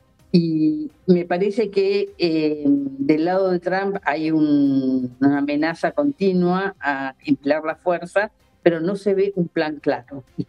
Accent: Argentina; Yo soy argentina y miro mucho lo que pasa en América Latina

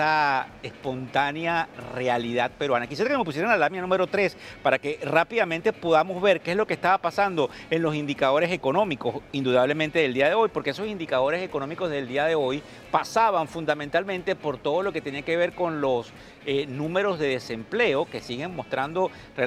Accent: Venezuela; now in United States; yo soy venezolano y me gustaría tocar el tema de la percepción de mi país, porque para mí, pues obviamente no hay neutralidad alguna, soy nacionalizado americano, pero vengo de mis raíces venezolanas

